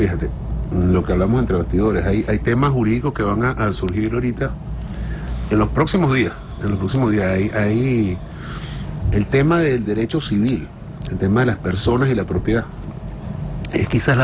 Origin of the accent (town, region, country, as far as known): Venezuela